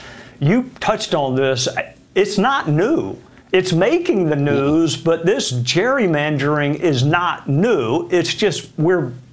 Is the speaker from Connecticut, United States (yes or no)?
no; South Carolina, United States; I know you're familiar with my home state. You have run successful campaigns here. What the proposed map does to my home county, I mean, it butchers it up. It separates Spartanburg from Greenville